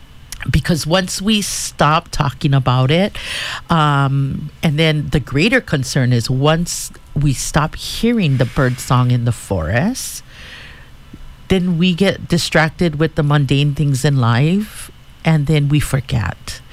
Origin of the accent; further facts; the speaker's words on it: Kauai, Hawaii, United States; Born and raised on Kauai